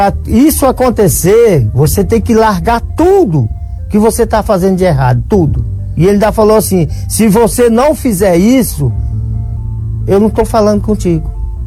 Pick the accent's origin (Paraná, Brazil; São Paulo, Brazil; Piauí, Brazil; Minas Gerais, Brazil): Piauí, Brazil; Castelo do Piauí; Aí eu peguei o ônibus lá na minha cidade, em Castelo, no Piauí, e vim diretamente aqui para o Templo de Salomão.